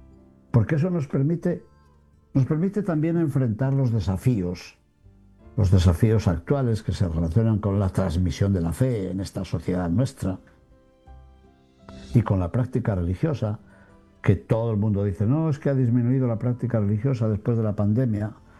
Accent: Cantabria, Spain; en mi tierra, sobre todo en Cantabria dirían cosucas

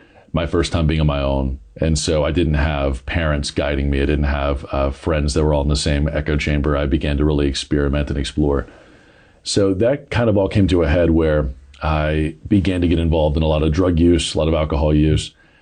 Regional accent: Douglasville, Georgia, United States; I grew up in Metro Atlanta. I grew up in Douglasville, Georgia.

